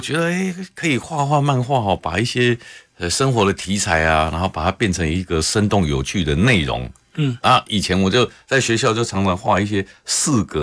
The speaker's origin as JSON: {"language": "Chinese", "region": "Taipei", "country": "Taiwan", "tie": "born there", "also_born_or_lived": "Lukang, Changhua", "said": "因为我后来搬到台北来住啦。对，都是在台北生活。对，那就是每一年可能寒暑假都会跟着我阿嬷回鹿港去。"}